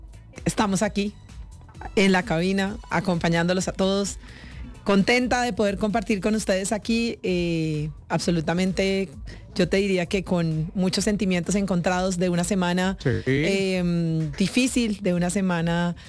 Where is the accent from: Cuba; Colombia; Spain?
Colombia; como colombianos, como ciudadanos